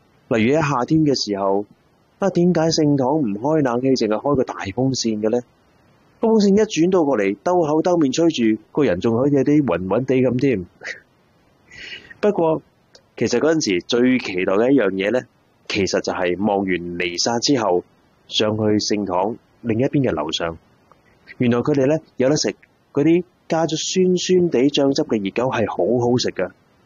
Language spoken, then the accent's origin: Cantonese; Hong Kong; 但係我仍然好記得細個嗰陣喺香港，每逢星期日都會同屋企人由九龍城行過去聖德納撒堂望彌撒嘅情景。